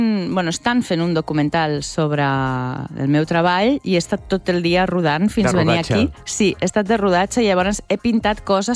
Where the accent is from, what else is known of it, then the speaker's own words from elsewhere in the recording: Zaragoza, Aragon, Spain; moved away as an adult; now in Catalonia, Spain; jo vaig venir a estudiar a Barcelona, sóc de Saragossa, vaig venir a estudiar a Barcelona perquè a Saragossa encara no hi ha Facultat de Belles Arts